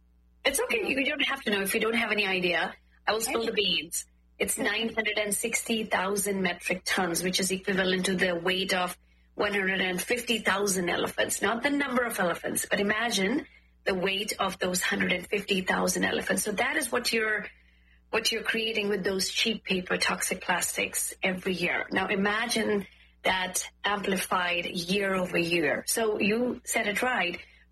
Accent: Uttarakhand, India; English is a second language; So I'm from North India. I'm from Uttarakhand. Uttarakhand is a beautiful state right next to Nepal, where we can see the whole Himalayan range.

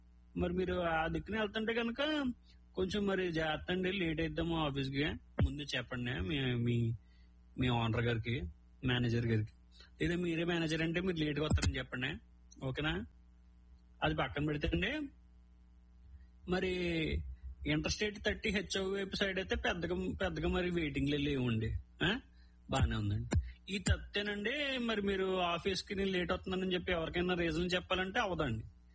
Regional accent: Andhra Pradesh, India; now in Dallas-Fort Worth, United States; మీది ఏ ఊరిని అడుగుతున్నారా? ముద్దునేపల్లండి.

